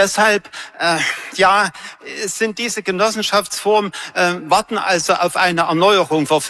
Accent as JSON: {"language": "German", "town": "Leipzig", "region": "Saxony", "country": "Germany", "said": "ich komme aus Leipzig, bin hauptsächlich ABL-Mitglied."}